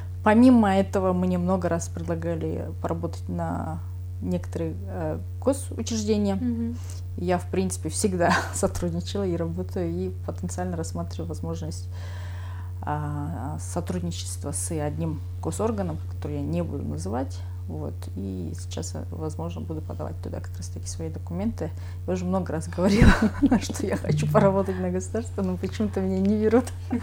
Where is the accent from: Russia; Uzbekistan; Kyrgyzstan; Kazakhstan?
Kyrgyzstan; Возможно, я даже первая кыргызка, которую там... Я, конечно, не изучала, но мне кажется, что я первая кыргызка, которая этот университет закончила вообще.